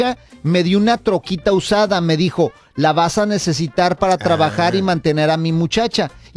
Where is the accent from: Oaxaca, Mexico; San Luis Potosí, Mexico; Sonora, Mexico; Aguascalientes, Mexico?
Aguascalientes, Mexico; Así somos todos los de Aguascalientes